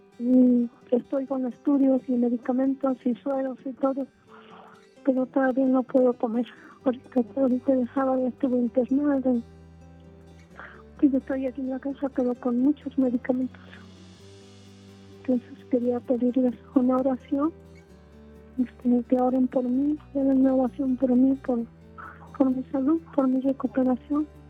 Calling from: Dolores Hidalgo, Guanajuato, Mexico; Me llamo de Dolores Hidalgo, Guanajuato.

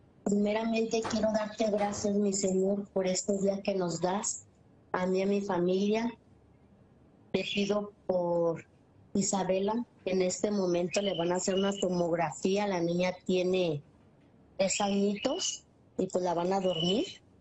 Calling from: Ocotlán, Jalisco, Mexico; Hablo de Ocotlán, Jalisco, México.

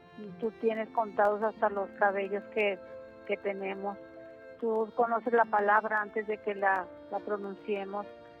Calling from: Ciudad Lerdo, Durango, Mexico; Hablo de Ciudad Lerdo, Durango.

